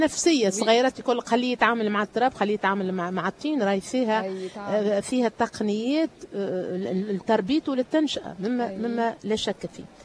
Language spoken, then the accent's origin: Arabic; Tunisia; ما شكون منا كتونسي